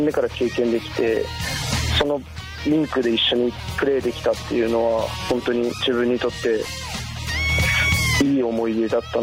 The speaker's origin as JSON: {"language": "Japanese", "town": "Kushiro", "region": "Hokkaido", "country": "Japan", "tie": "born there", "moved": "yes", "said": "釧路で生まれたんですけど"}